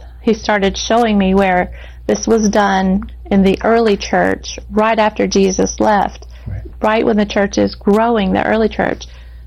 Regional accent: Alabama, United States; So I was proud to say, I'm from Alabama too.

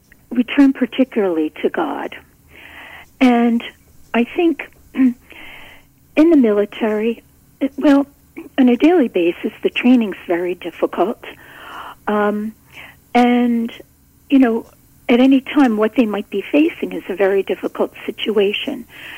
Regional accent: Philadelphia, Pennsylvania, United States; I am from the Philadelphia area, and my parents are both from, well, now both of them gone, but my parents are from the Philadelphia area

